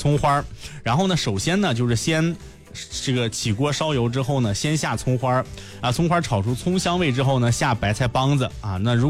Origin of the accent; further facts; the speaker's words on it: Shanxi, China; 作为咱们山西人呢